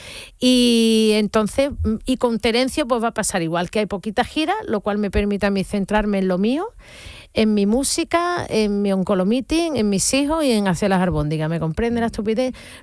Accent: Seville, Andalusia, Spain; Sí, yo soy sevillana, sí, sí. Yo nací en la calle Miguel del Cid, ahí en San Lorenzo, sí, más o menos.

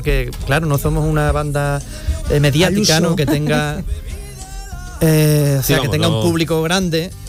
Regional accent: El Cuervo de Sevilla, Andalusia, Spain; Yo soy del Cuervo

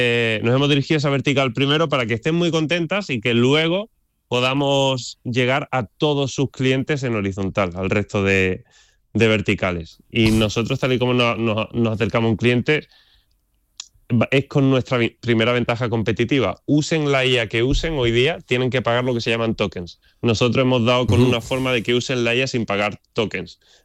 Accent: Andalusia, Spain; Yo soy un poco apasionado de la geopolítica a nivel español y, por supuesto, me siento andaluz.

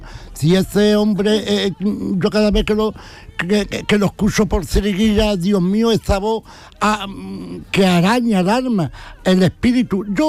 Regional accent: Jerez de la Frontera, Andalusia, Spain; Yo sé lo que digo y lo que no digo, y soy de Jerez, ¿no?

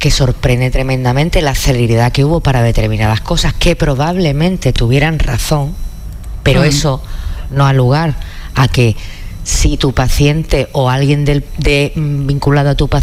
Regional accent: Andalusia, Spain; como buenos andaluces que somos

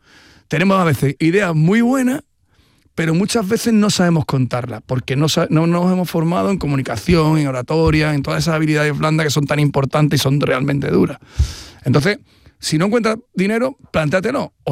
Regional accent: Andalusia, Spain; los andaluces no existíamos en el radar

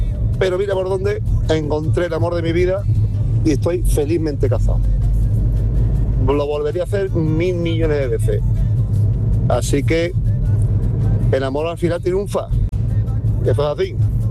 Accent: Jerez, Andalusia, Spain; now in Seville, Spain; Hola, buenas tardes. … de Jerez, pero viviendo en Triana.

